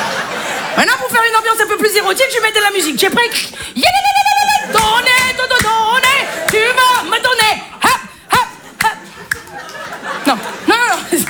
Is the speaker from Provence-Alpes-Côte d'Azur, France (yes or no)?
yes; Marseille, Provence-Alpes-Côte d'Azur, France; Je suis marseillaise. J'ai pas l'accent.